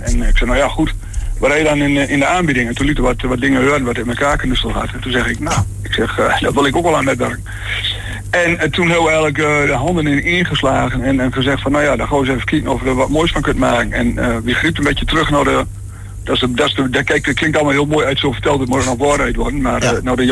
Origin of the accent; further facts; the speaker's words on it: Overijssel, Netherlands; Dus eigenlijk zeg maar Twente